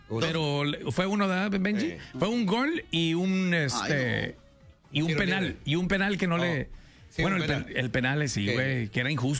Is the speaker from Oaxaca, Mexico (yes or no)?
no; Michoacán, Mexico; also born or lived in Argentina; O sea, yo soy nacida en Argentina y criada en México, allá en Michoacán.